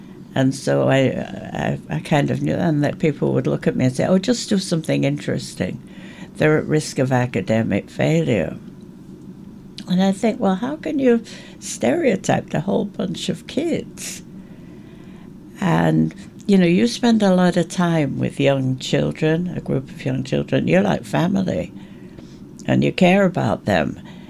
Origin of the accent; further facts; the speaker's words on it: Ireland; now in United Kingdom; my experience of being Irish in Britain.